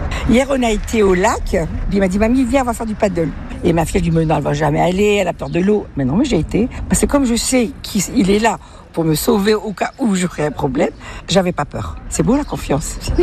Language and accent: French; Dunkirk, Hauts-de-France, France; Dunkerque.